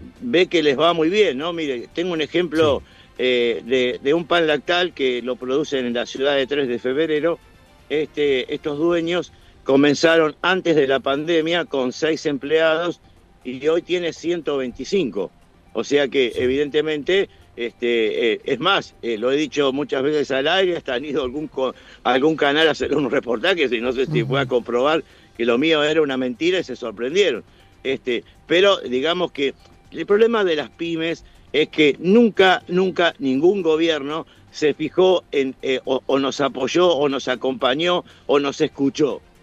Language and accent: Spanish; Argentina; yo soy argentino nato, entonces siempre tengo esperanza, ¿no es cierto?